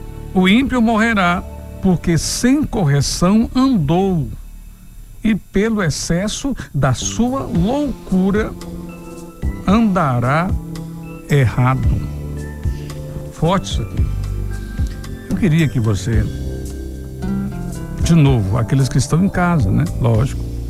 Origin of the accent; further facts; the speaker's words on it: Gurupi, Tocantins, Brazil; moved away; Eu sou de Gurupi, lá havia umas divisões nas batistas lá e também nas presbiterianas.